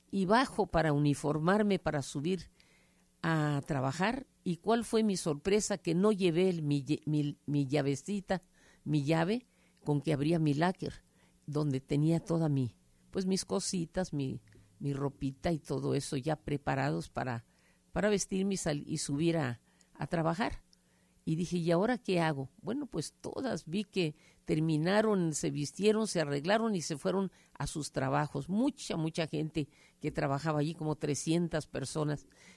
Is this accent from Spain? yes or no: no; Mexico City, Mexico; cuando crecí en la Ciudad de México, pues me encontré, después de que mi madre me tuvo en un colegio